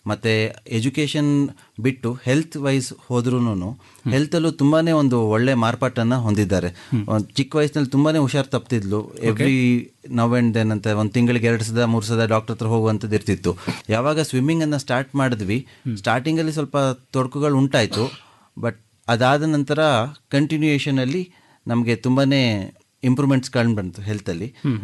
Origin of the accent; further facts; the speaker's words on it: Kodagu, Karnataka, India; now in Mysuru, India; ಮೂಲತಃ ಕೊಡಗಿನವರು, ಬಟ್ ಸದ್ಯಕ್ಕೆ ಮೈಸೂರಿನಲ್ಲಿ ಸೆಟ್ಲ್ ಆಗಿದ್ದೀವಿ.